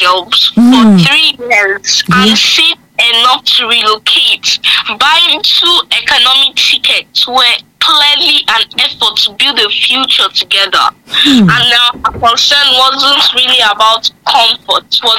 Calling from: Nigeria

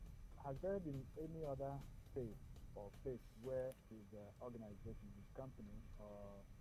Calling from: Enugu, Enugu State, Nigeria; I'm calling from Enugu South.

